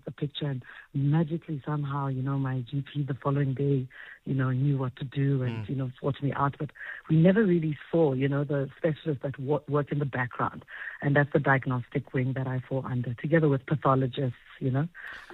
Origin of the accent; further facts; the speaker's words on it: Mahikeng, North West, South Africa; growing up in Mafikeng, I was a very curious child